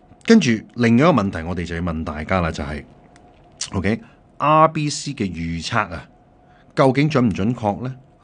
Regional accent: Canada; 但系最根本最根本嘅系究竟我哋加拿大人嘅收入咧吓、啊、追唔追到个楼价咧咁样

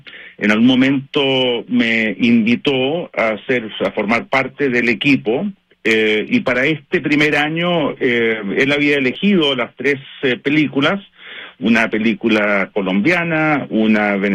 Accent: Chile; now in Vancouver, Canada

